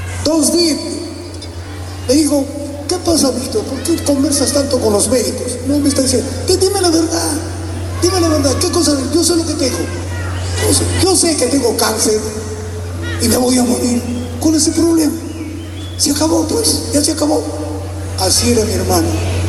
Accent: Arequipa, Peru; Porque tengo mi tierra, Arequipa.

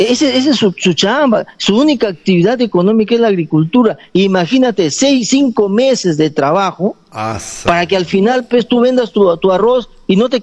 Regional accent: Peru; somos peruanos

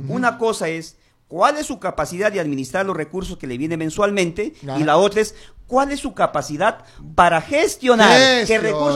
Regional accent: Cajaruro, Amazonas, Peru; nosotros como Cajaruro

